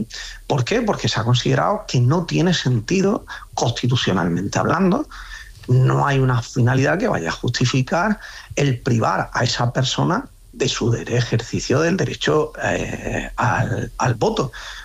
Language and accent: Spanish; Spain; Pero serían los que somos españoles de padre o madre